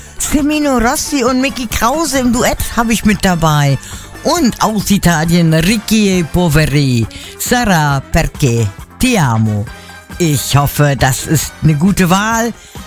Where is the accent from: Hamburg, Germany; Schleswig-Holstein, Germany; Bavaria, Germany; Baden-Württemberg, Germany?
Hamburg, Germany; moved away as an adult; now in Hungary; Ich komme aus Hamburg, lebe seit nunmehr 15 Jahren in Ungarn, fühle mich mega wohl hier